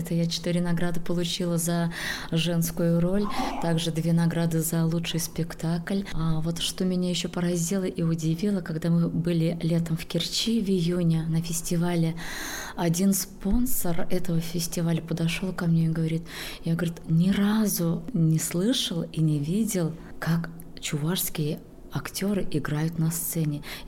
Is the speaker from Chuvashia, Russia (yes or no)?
yes; Chuvashia, Russia; У нас ни один праздник не проходит без песен чувашских, без танцев.